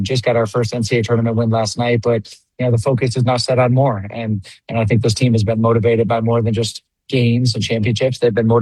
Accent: Camillus, New York, United States; Technically, I was from Camillus. The town of Camillus is where I grew up. But yeah, Syracuse was the home address.

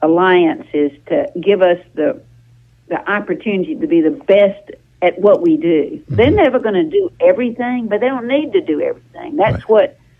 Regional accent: Sandersville, Georgia, United States

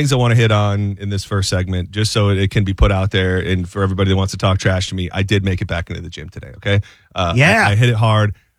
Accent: Connecticut, United States; I'm from Connecticut.

